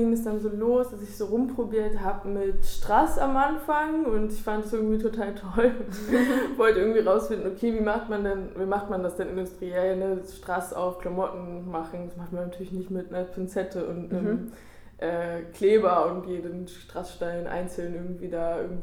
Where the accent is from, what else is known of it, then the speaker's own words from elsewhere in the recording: Berlin, Germany; born there; moved away as an adult; now in Hamburg, Germany; Ich bin eigentlich geboren in Berlin, aber habe studiert in Hamburg Modedesign